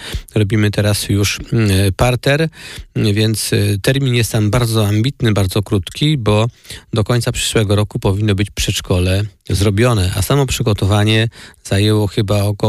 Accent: Rybno, Masovian Voivodeship, Poland; Tak, ja pochodzę z ziemi sochaczewskiej, z gminy Rybno

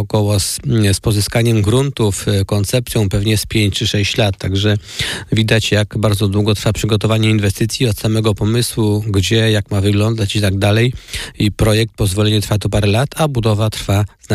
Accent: Rybno, Masovian Voivodeship, Poland; Tak, ja pochodzę z ziemi sochaczewskiej, z gminy Rybno

